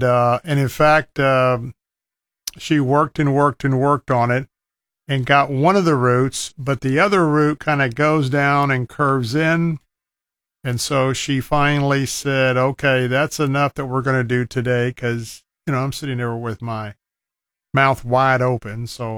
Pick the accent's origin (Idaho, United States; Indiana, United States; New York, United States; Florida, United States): Florida, United States; if you were like me and you were born and raised in Florida, and if you were an outdoors type of person like I was